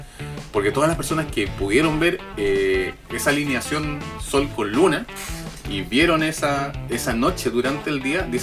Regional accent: Chile; los chilenos cantamos el himno de Chile cuando tuvimos el eclipse solar del 2019.

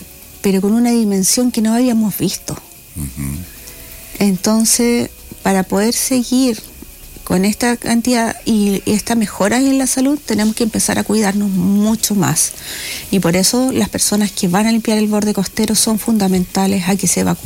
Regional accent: Chile; que seamos solidarios como chilenos

